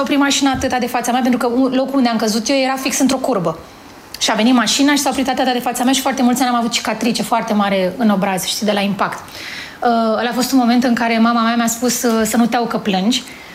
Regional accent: Bogați, Romania; born or raised there

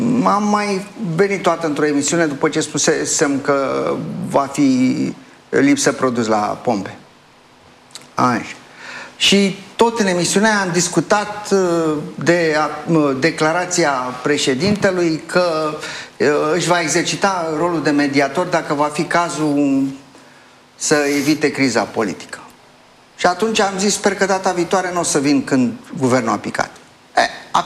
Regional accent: Gorj County, Romania; Eu sunt din Gorj.

